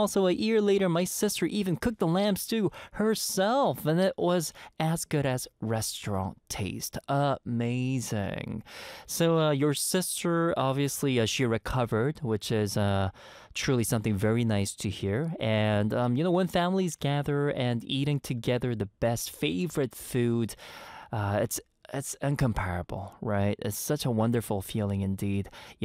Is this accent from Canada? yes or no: yes; Montreal, Quebec, Canada; moved away; my home back in Montreal.